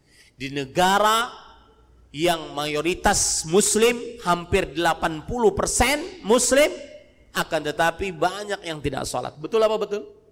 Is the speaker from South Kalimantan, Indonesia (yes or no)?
yes; Banjarmasin, South Kalimantan, Indonesia; saya pulang dari dakwah di bandara di kota saya di Banjarmasin Kalimantan Selatan